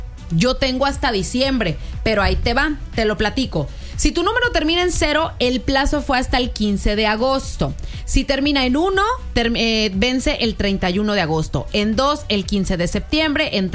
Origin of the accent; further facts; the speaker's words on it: Mexico; como buenos mexicanos que dejamos todo para el último